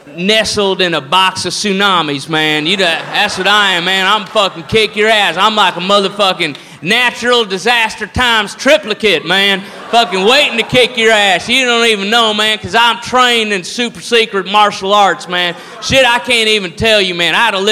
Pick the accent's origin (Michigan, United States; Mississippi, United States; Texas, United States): Texas, United States; El Paso; from El Paso, Texas. Born and raised. Yeah, what do you... what do you mean my accent's funny to you? I don't know what you're saying. What are you talking about? El Paso, I never left here, you know.